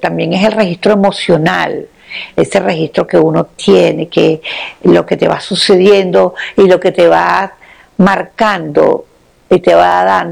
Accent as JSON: {"language": "Spanish", "town": "Caracas", "region": "Capital District", "country": "Venezuela", "tie": "born or raised there", "also_born_or_lived": "Valencia, Venezuela", "said": "yo soy una mujer urbana, yo vivo en Caracas, yo nací en Valencia, pero yo estoy en Caracas desde que tengo 6 años"}